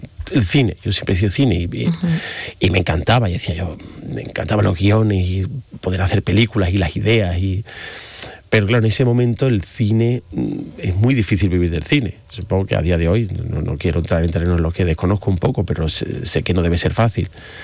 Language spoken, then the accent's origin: Spanish; Seville, Andalusia, Spain; also born or lived in Madrid; soy sevillano.